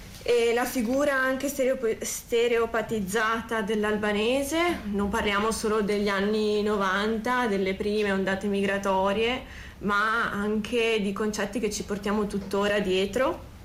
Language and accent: Italian; Padua, Veneto, Italy; Io ad esempio sono di Padova